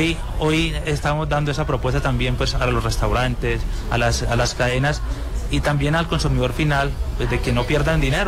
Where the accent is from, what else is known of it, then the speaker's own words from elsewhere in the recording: El Tarra, Norte de Santander, Colombia; hoy vengo desde el municipio del Tarra, el corazón del Catatumbo, norte de Santander